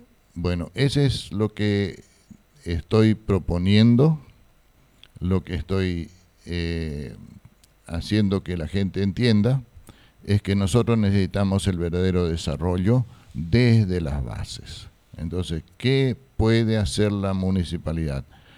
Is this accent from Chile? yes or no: no; Fram, Itapúa, Paraguay; moved away; En mi retorno a mi terruño, soy frameño. Viví muchos años afuera, hace ya 26 años que estoy que retorné a Fram.